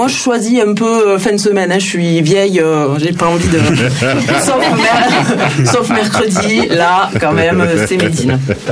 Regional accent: Toulouse, Occitanie, France; accent: Toulouse accent; Il se moque, de mon accent. On est à Toulouse

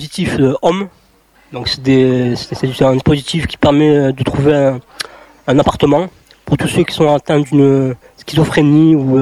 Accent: Algeria; now in France; Et moi, je suis un Algérien

